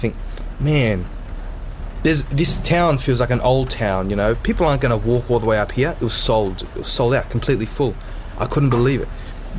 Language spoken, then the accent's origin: English; Australia; I'm from Australia